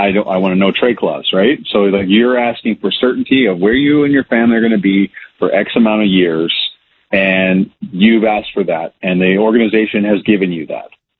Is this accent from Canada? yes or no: yes; Canada; Like, I got caught, like, even as a Canadian, I'm like, okay, this is great.